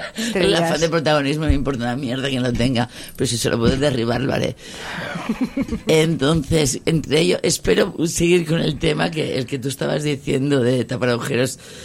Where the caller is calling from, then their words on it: Barcelona, Catalonia, Spain; Yo soy de Barcelona.